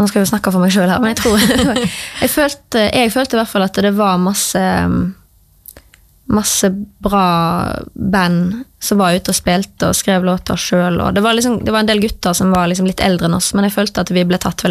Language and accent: Norwegian; Kvinnherad, Vestland, Norway; Og jeg var jo helt ny. Jeg kom jo fra Kvinnerad og kjente jo ingen.